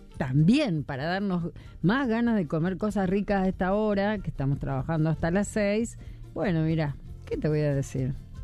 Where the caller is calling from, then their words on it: Chazón, Córdoba, Argentina; de Chazón, los escucho siempre, les mando un abrazo